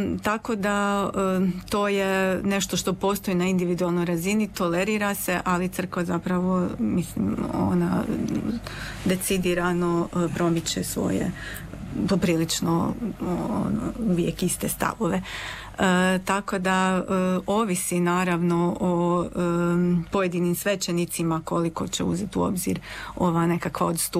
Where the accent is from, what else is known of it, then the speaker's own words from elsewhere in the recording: Croatia; Kod nas u Hrvatskoj